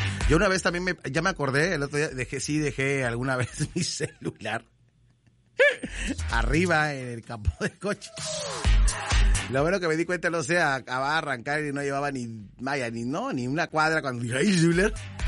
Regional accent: Mexico; mi México

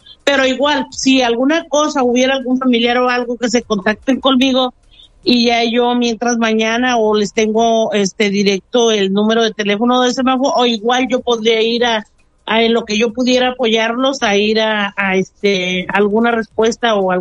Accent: Michoacán, Mexico; Anteriormente, yo tampoco soy de Loreto, yo soy de Michoacán.

